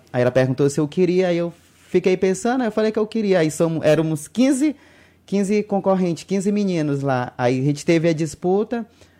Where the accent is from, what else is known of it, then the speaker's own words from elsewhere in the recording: Benjamin Constant, Amazonas, Brazil; now in Tabatinga, Brazil; Eu sou da cidade de Benjamim, já, já dançava por lá. Aí vim pra cá